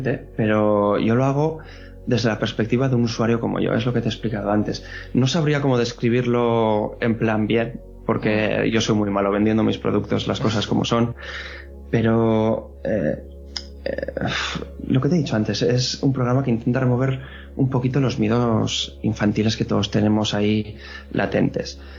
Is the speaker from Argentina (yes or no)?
no; Basque Country, Spain; es porque yo soy del País Vasco y ahí en esta comunidad autónoma hay una mitología muy rica, muy arcaica